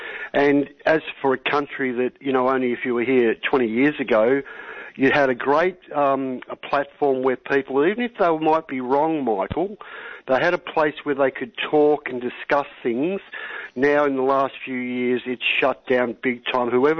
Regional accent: Australia; I am, you know, an 8th generation Australian where my forefathers built and fought in wars

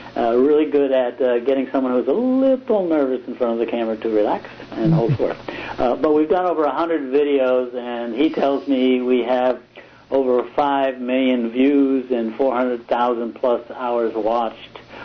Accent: Boston, Massachusetts, United States; now in Santa Cruz, United States; Yeah, I grew up in and around Boston area.

